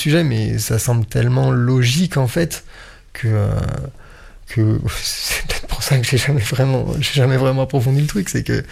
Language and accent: French; Auvergne-Rhône-Alpes, France; moi j'habite en Ardèche, j'ai pas la mer, c'est comme ça, et c'est très bien.